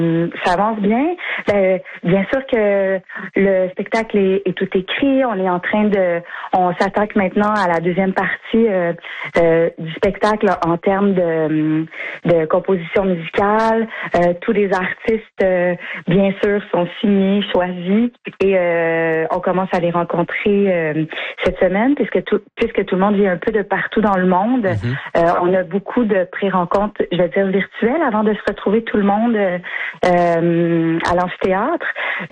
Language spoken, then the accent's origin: French; Danville, Quebec, Canada; c'est qu'on a tourné dans mon village natal. Danville. La série a été en partie tournée à Danville. Puis moi, je viens de là. Toute ma famille est encore là.